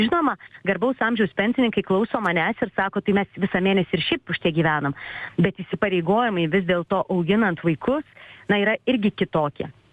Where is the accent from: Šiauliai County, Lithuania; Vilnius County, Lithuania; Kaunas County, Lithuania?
Vilnius County, Lithuania; Vilnius; aš esu Vilnietė, mano laikais jis nebuvo kvestionuojamas, tu eini į tą mokyklą, kuri tau priskirta.